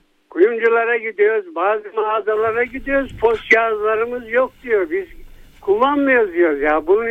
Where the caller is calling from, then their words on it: Erzurum, Turkey; ben Erzurum'dan arıyorum.